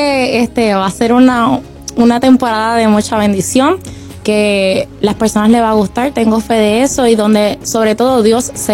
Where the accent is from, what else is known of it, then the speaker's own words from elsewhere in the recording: Puerto Rico; del área donde yo soy, del este de Puerto Rico.